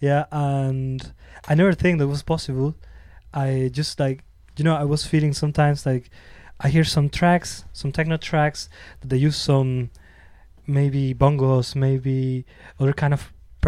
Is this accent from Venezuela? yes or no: yes; Venezuela; moved away as an adult; now in Leipzig, Germany; I'm originally from Venezuela, living in Leipzig, Germany since 2019.